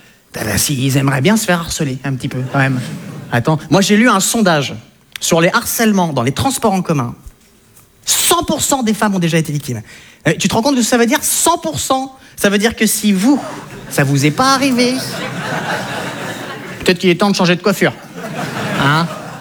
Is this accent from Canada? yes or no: no; France; je suis français, mais j'ai des origines hollandaises, belges, françaises, mongoles, chinoises, turques et suédoises.